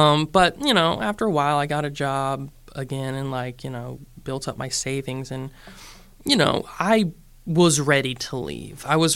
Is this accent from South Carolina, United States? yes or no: yes; South Carolina, United States; also born or lived in New York; I was raised in South Carolina, yes, but I lived back and forth in New York for a few years.